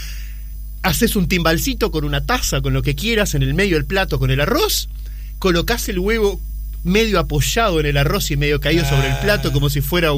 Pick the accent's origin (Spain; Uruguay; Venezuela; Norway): Uruguay; Artigas; moved away as an adult; also born or lived in Montevideo; now in Las Piedras, Uruguay; No, soy de Artigas. Artigas.